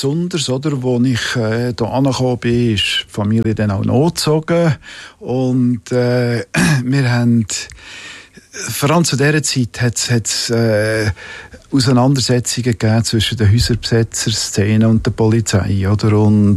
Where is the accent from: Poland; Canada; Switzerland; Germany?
Switzerland; Bern; Und dann habe ich angefangen zu pröbeln und bin auch zum Käser im Emmental, wo ich herkomme, Weltmeister dreifachen in Fritzenhaus.